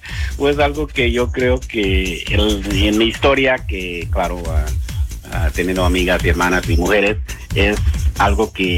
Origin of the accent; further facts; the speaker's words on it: Guanajuato, Mexico; now in Longview, United States; soy de Paseo Alto Guanajuato, allí cerca de Querétaro y Celaya.